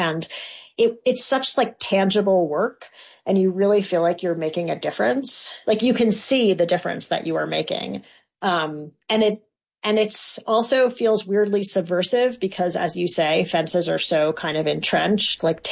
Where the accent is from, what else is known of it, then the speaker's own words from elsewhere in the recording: East Coast, United States; now in Colorado, United States; So I'm originally from the East Coast, although I've lived in Colorado for 20 something years.